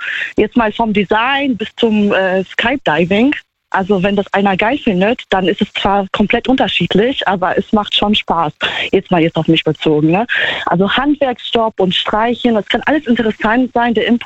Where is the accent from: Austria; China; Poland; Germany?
Poland; Ich komme auch aus Polen, ich bin jetzt auch nicht in Gold geboren, sag ich jetzt mal.